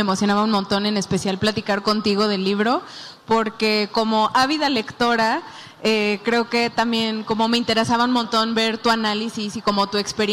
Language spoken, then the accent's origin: Spanish; Veracruz, Mexico; moved away as an adult; no solo en la Ciudad de México, yo soy de Veracruz, viví aquí varios años